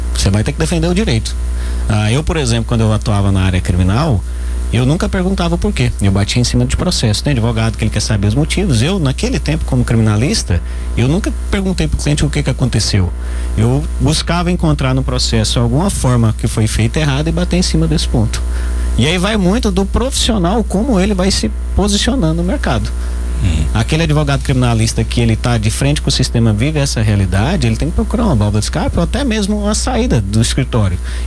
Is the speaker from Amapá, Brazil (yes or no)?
no; Araputanga, Mato Grosso, Brazil; moved away; Sou de Mato Grosso, mas eu já tô aqui.